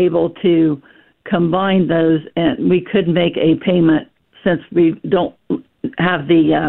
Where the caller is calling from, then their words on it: Ohio, United States; I'm from Ohio